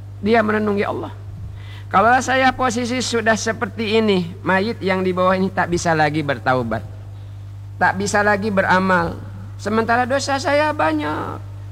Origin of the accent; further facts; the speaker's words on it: Bangka Belitung Islands, Indonesia; kata kita orang Bangka.